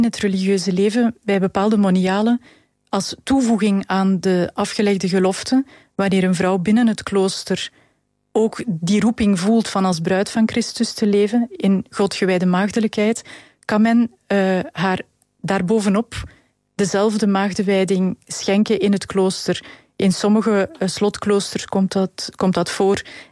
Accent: Halle, Flemish Brabant, Belgium; born there; now in Galmaarden, Belgium

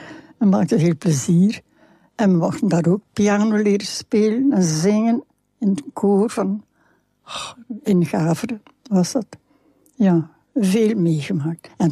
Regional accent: Flanders, Belgium; ja, maar ik ben een Vlaming.

